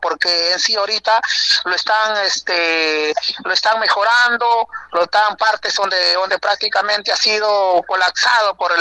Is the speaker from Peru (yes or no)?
yes; Jayanca, Lambayeque, Peru; en mi pueblo de Jayanca